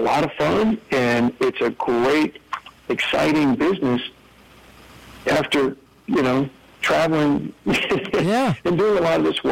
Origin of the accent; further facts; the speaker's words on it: Shreveport, Louisiana, United States; I grew up in Shreveport. I went to Woodlawn High School